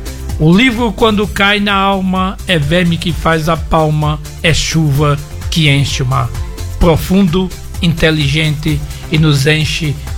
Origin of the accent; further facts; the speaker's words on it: Northeast Region, Brazil; Eu deito numa rede, porque sou nordestino.